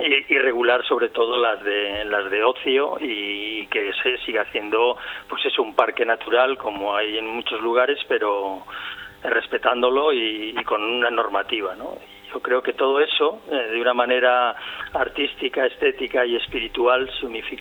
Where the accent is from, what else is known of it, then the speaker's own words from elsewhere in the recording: Reinosa, Cantabria, Spain; Yo soy de Reynosa.